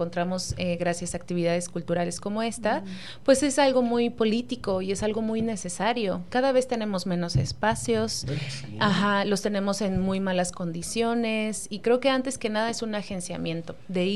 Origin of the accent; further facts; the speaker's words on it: Morelia, Michoacán, Mexico; Yo vengo de Morelia